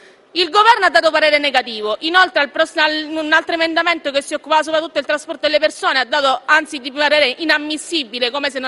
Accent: Messina, Sicily, Italy; io sono di Messina

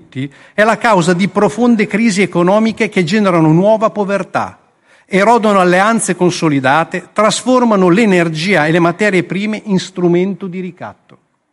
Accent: the ceramic district, Emilia-Romagna, Italy; Prendiamo il distretto della ceramica, una realtà che conosco bene perché è la mia terra.

